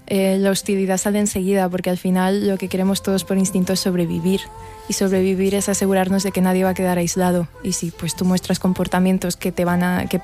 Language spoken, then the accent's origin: Spanish; Barcelona, Catalonia, Spain; also born or lived in Castel de Cabra; porque yo nací y me he criado en Barcelona